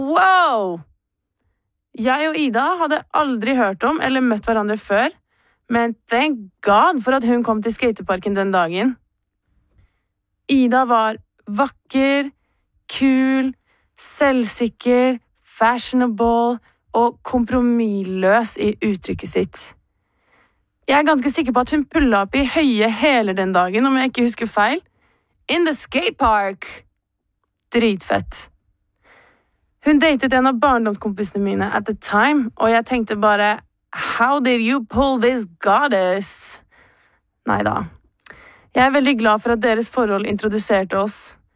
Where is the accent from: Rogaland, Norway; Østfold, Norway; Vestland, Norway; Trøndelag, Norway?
Trøndelag, Norway; Trondheim; Men jeg skulle jo aldri flytte tilbake til hjembyen min. I need to get the fuck out of here. Mitt ufrivillige opphold i Trondheim 2020 ble starten på en lang periode av å finne meg selv på nytt.